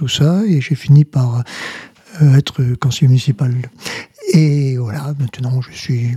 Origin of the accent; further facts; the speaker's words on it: Luc, France; moved away as an adult; je suis un pur Lucois, je suis né à Luc. Je suis parti longtemps pour des raisons professionnelles et je suis revenu en retraite à Luc.